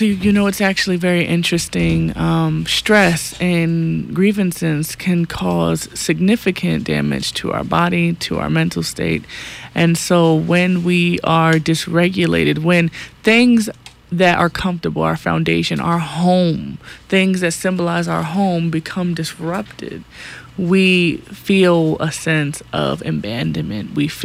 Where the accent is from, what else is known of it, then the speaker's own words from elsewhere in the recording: Philadelphia, Pennsylvania, United States; moved away as an adult; now in Kauai, United States; I am a sound activator and nervous system regulator. I'm originally from Philly, but have been on Kauai for about 2 months now